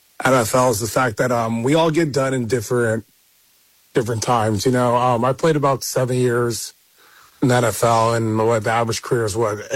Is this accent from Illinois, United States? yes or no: no; Powell, Ohio, United States; And then I came from Powell High School. So my high school's home of A.J. Hawk